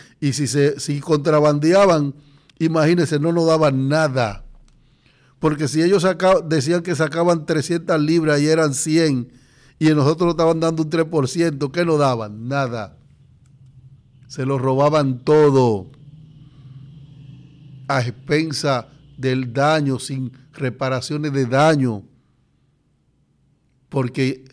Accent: Baní, Peravia, Dominican Republic; also born or lived in El Cercado, San Juan, Dominican Republic; Yo soy sanjuanero de nacimiento. Me crea que en Baní, pero yo nací en un municipio que se llama El Cercado de San Juan.

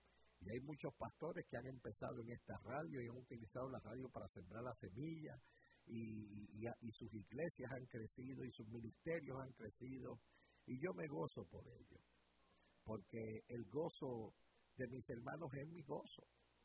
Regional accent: Puerto Rico; now in United States; nos los había profetizado el Señor desde que salí en el año 1988 de Puerto Rico, pero nos enfocamos solamente en la ciudad de Nueva York

